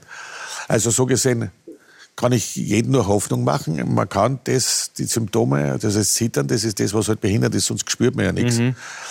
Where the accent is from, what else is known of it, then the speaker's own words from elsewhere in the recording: Altlengbach, Lower Austria, Austria; born there; Alt-Lenkbach war mein Geburtsort, weil meine Eltern zu dem Zeitpunkt gerade Lehrer dort gewesen sind.